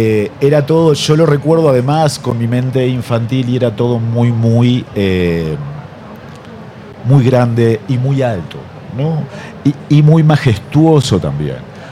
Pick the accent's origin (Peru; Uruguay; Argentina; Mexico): Argentina; Diamante, Entre Ríos; born there; Diamante, que es donde yo nací